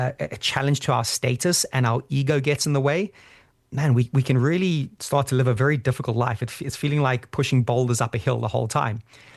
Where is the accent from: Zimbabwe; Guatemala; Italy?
Zimbabwe; So yeah, growing up in Zimbabwe was just a complete blessing.